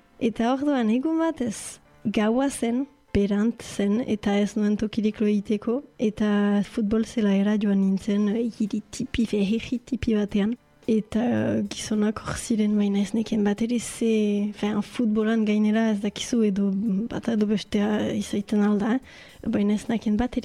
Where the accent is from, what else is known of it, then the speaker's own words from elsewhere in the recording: Bayonne, Nouvelle-Aquitaine, France; Baionakoa naiz eta bon, ez dakit importantea den, me ogoita amabost urte ditut.